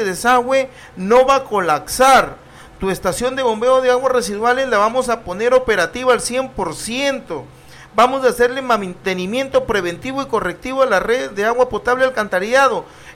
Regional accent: Túcume, Lambayeque, Peru; born there; 20 años de experiencia laboral, tucumano de nacimiento.

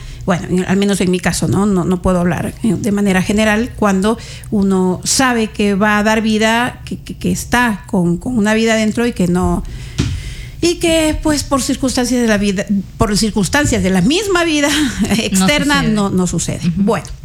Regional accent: El Oro Province, El Oro, Ecuador; yo estuve en mi tierra, provincia de El Oro

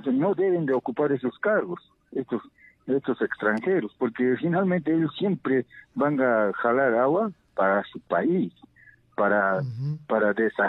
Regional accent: Peru; los propios peruanos, los oriundos que somos de esta patria, que defendemos nuestra patria.

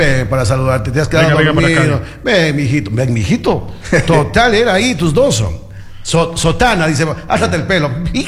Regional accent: Chuquiribamba, Loja, Ecuador; en mi tierra Chucribamba.

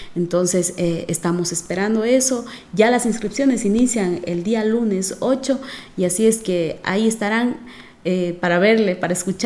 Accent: Huamboya, Morona Santiago, Ecuador; Yo soy del Cantón Huamboya, con mucho orgullo lo digo

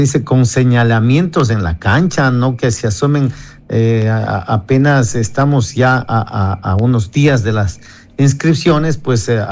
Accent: Sierra, Ecuador; born there; Soy ecuatoriano, nacido en suelo ecuatoriano

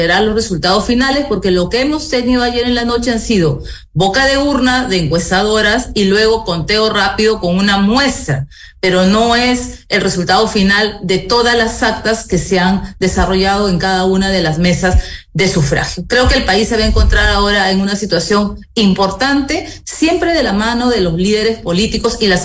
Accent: Peru

